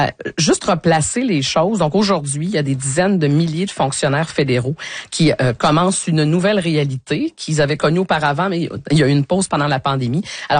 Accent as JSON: {"language": "French", "country": "Canada", "said": "que ce soit chez nous au Canada ou ailleurs à travers le monde"}